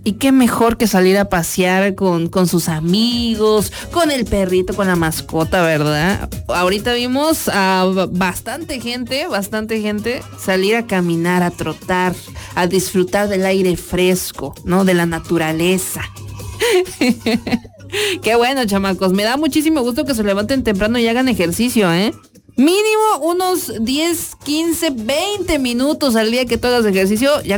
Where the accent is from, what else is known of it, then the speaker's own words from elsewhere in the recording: Mexico; Como buen mexicano, de panzazo, ¿verdad?